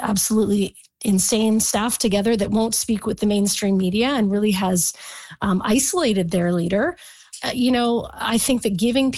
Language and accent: English; British Columbia, Canada; with who we are as British Columbians and where we actually want this province to go.